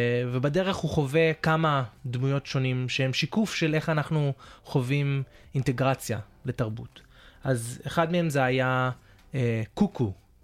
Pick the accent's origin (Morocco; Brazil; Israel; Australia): Australia; also born or lived in California; ההורים שלי מהארץ, אני נולדתי בקליפורניה, ואני כאילו, אני חייתי פה כל החיים שלי, אז אני מדבר שפה אחרת, ויש לי קשר לתרבות אחרת, אבל אני לא מהמקום הזה